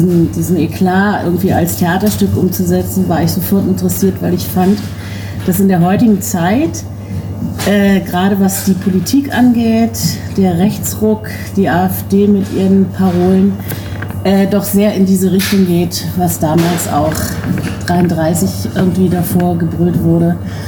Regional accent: Berlin, Germany; ich komme ursprünglich aus Berlin, ich war auf etlichen Demos

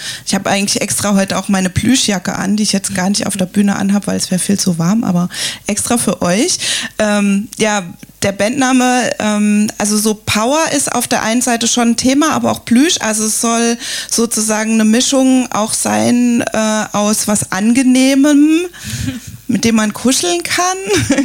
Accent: Leipzig, Saxony, Germany; Ich komme aus Leipzig und mache dort bei Radio Blau.

